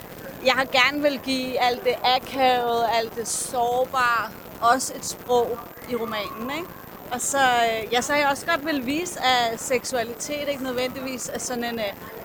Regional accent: Copenhagen, Capital Region of Denmark, Denmark; Er fra Vesterbro.

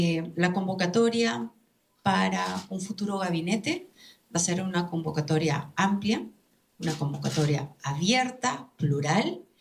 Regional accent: Peru

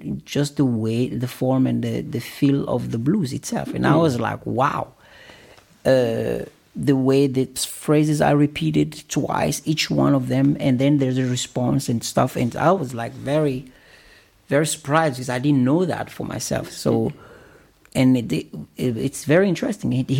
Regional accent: Togo; moved away; Togo. I come from Togo.

